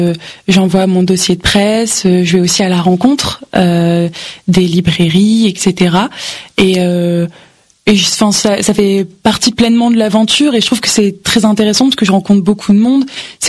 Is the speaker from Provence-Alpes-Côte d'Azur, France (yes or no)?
no; Lille, Hauts-de-France, France; moved away; dans le Nord, dans ma région natale.